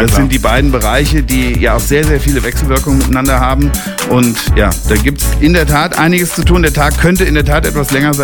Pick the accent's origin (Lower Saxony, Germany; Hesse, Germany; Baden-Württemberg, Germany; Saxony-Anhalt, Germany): Hesse, Germany; Ich komme selbst aus dem Rheingauer Weingut. Mein Vater und mein Bruder sind Winzer.